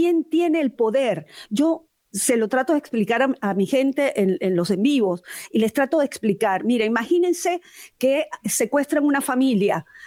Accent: Venezuela; una cosa es lo que yo puedo sentir como venezolana

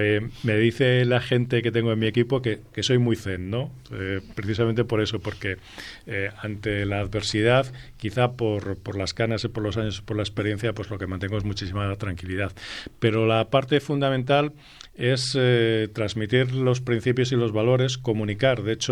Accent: Spain

